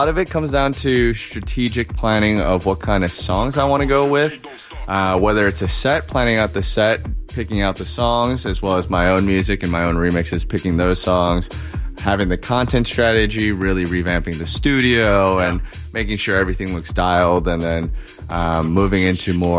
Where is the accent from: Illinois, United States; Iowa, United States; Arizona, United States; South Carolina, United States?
Illinois, United States; Chicago; moved away as an adult; also born or lived in Michigan; now in Seattle, United States; So originally I'm from Chicago. Went to school out in Michigan, and then my girlfriend's family is all out here, so we decided to make the move, packed all our bags, left Chicago, came out here.